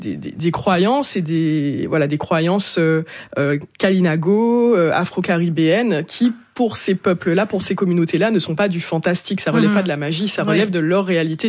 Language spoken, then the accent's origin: French; Martinique; moved away as an adult; moi je suis née en Martinique, j'ai grandi en Martinique